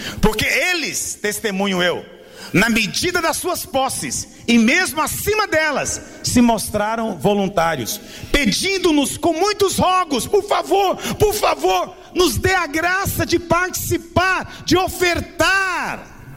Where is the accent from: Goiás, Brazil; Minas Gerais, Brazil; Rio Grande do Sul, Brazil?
Goiás, Brazil; Eu sou goiano, eu falo dá conta, né?